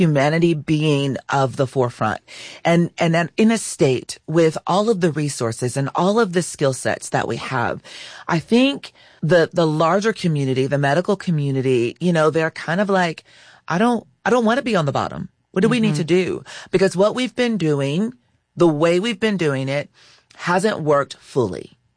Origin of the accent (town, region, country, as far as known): California, United States; moved away; also born or lived in Arkansas / Kentucky